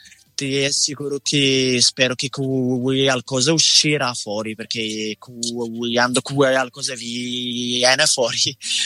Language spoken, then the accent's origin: Italian; Morocco; now in Italy; Marocco, io cerco sempre di portare qualcosa, cioè sia un 50% dell'Italia proprio, oppure un 50% del mio paese.